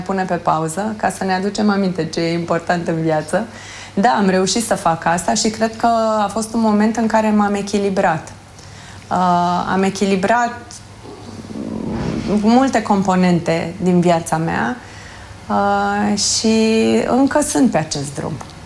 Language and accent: Romanian; Romania; nu-mi pare rău că am rămas în țară și nu am plecat din România.